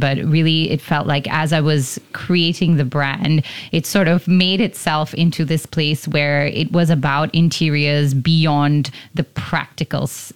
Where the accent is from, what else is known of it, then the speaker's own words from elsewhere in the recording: Singapore; also born or lived in New York; growing up in Singapore